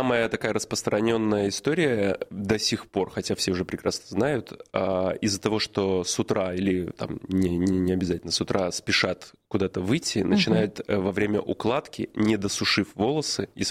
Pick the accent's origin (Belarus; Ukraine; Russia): Belarus; moved away as an adult